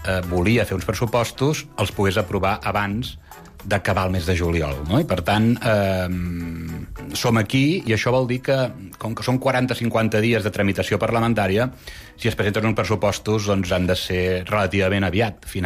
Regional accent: Mollet del Vallès, Catalonia, Spain; jo sóc de Mollet

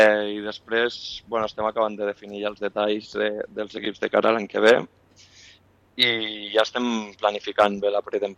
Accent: La Seu d'Urgell, Catalonia, Spain; moved away; Jo sóc de la Seu d'Urgell, sí.

